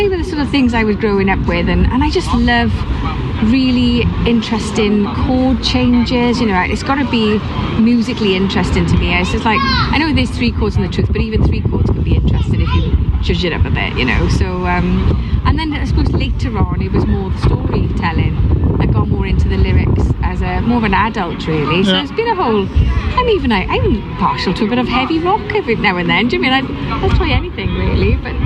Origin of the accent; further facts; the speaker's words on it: Wales, United Kingdom; growing up in South Wales